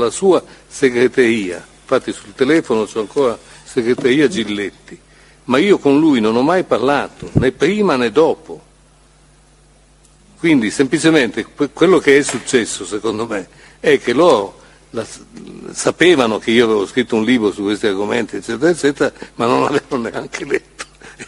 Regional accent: Turin, Piedmont, Italy; io siccome sono piemontese, sono torinese di nascita, eccetera, e conosco quella zona abbastanza bene

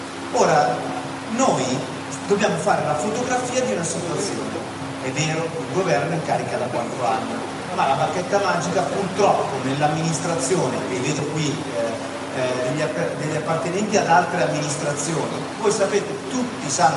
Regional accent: Lombardy, Italy; sono lombardo

